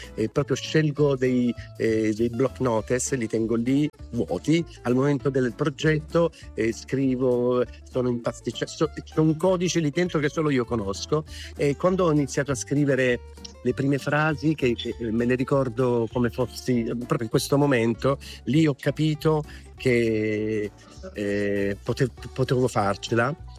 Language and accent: Italian; Apulia, Italy; Io sono pugliese, però sono degli artisti che suonano.